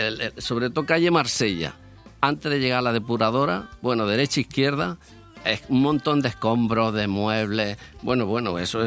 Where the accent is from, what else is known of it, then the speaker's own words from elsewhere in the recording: Baza, Andalusia, Spain; Mira, yo una anécdota. Yo tenía una finca en mi pueblo, ¿vale?